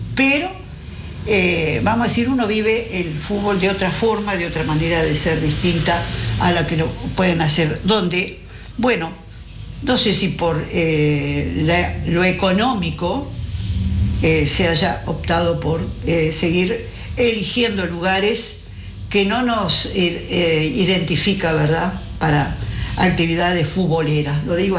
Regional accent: Uruguay; siendo uruguayos

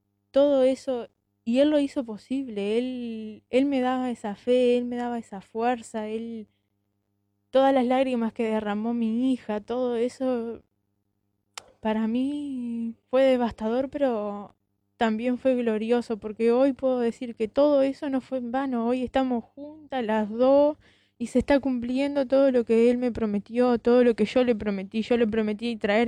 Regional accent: Parque del Plata, Canelones, Uruguay; él se llama Baltasar Moreira. Nosotros venimos de Parque del Plata, de Canelones.

